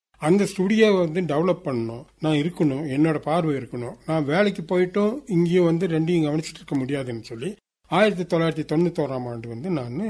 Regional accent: Ooty, Tamil Nadu, India; நான் வந்து கோடபந்து என்ற இடத்துல வந்து பிறந்தேன்.

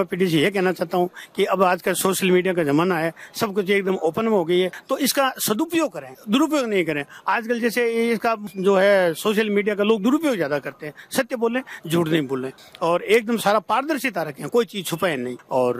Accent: Rajlota, Rajasthan, India; मेरा छोटा गाँव राजलोता डेगाना तहसील नागौर जिले में

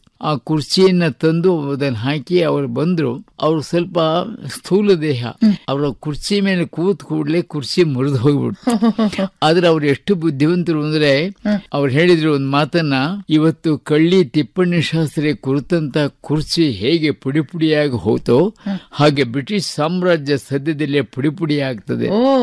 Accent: Ajjampura, Karnataka, India; born there; ಅದಕ್ಕೆ ಈಗ ವಿಜಯ ಮೈದಾನ ಅಂತಾನೆ ಹೆಸರಿಟ್ಟಿದ್ದಾರೆ ನಮ್ಮ ಊರು.

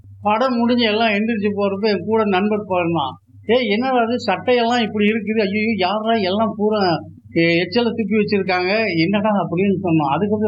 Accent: Erode, Tamil Nadu, India; என்னுடைய சொந்த ஊர் ஈரோடு. ஈரோட்டிலே பள்ளியிலே படித்தேன்.

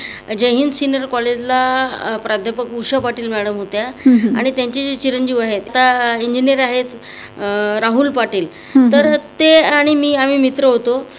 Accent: Maharashtra, India; दर 3 वर्षात बदली ही अपरिहार्यता होती आणि त्यामुळे माझं बालपण जे आहे ते विदर्भात गेलं. विदर्भातही एका शहरात आम्ही सेट होऊ शकलो नाही.

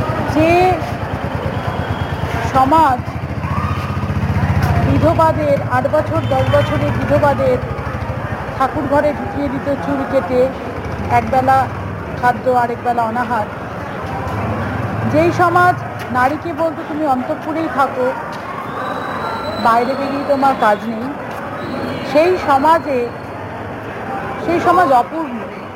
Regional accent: India; একজন বাঙালি হয়ে, একজন ভারতীয় হয়ে

